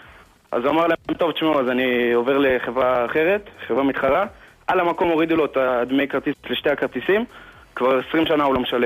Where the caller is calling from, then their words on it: Kiryat Ye'arim, Jerusalem District, Israel; אני מקריית יערים.